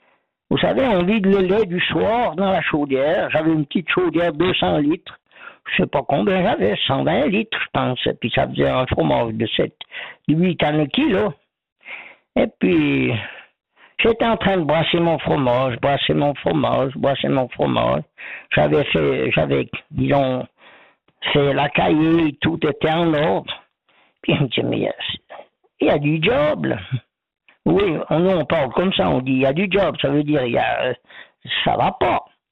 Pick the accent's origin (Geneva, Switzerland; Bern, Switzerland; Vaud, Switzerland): Vaud, Switzerland; Ormonts; accent: Ormonts